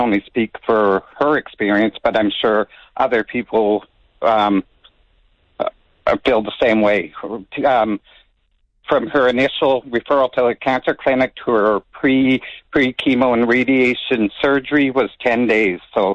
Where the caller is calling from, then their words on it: Melfort, Saskatchewan, Canada; I'm calling from Melford